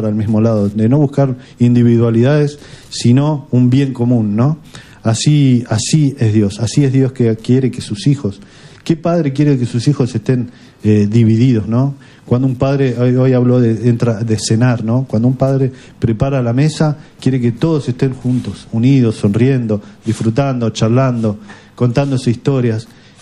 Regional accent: Argentina; tenemos esa alegría como argentinos

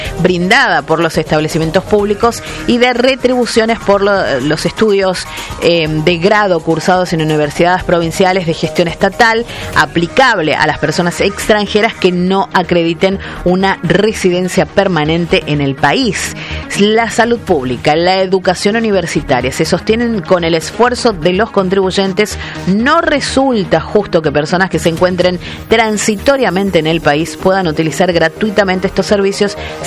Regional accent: Argentina

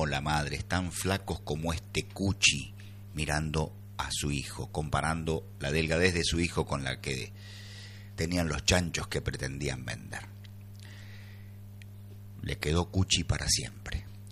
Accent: Argentina; todo lo que nos identifica como argentinos a nivel cultural.

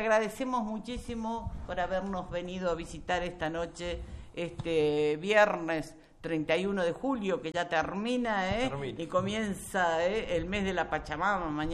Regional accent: Quenumá, Buenos Aires Province, Argentina; also born or lived in Salliqueló; yo seguí en Salle Queló porque yo soy de Quenumá

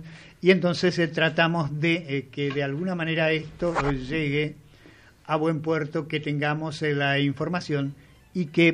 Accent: Argentina

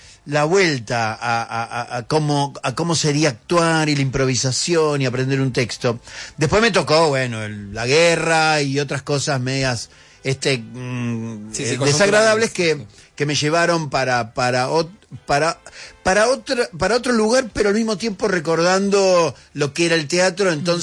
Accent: Munro, Buenos Aires Province, Argentina; porque yo soy de Munro

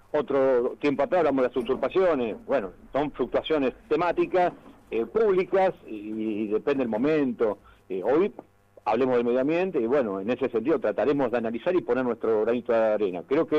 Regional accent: Ramallo, Buenos Aires, Argentina; usted sabe que yo soy de Sánchez

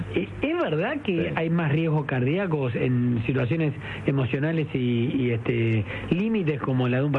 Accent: Morón, Buenos Aires Province, Argentina; como soy de Morón

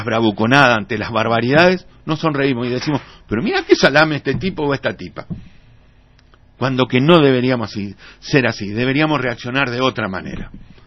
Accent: Argentina; qué diablo estamos haciendo los argentinos.

